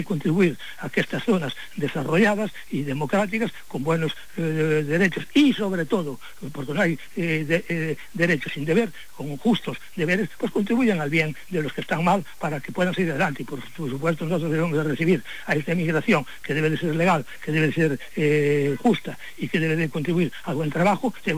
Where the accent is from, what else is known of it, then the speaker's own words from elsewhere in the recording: Vegadeo, Asturias, Spain; Mis abuelos emigraron a Cuba. Buena parte de mi pueblo, en Vegadeo, fue emigrante.